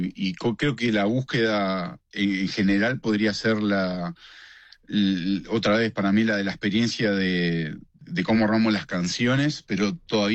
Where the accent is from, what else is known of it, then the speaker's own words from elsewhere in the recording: Argentina; decimos nosotros en Argentina, con la doble L.